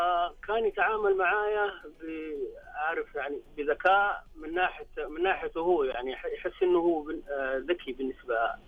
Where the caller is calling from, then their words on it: Jeddah, Makkah Province, Saudi Arabia; اكلمك من جدة.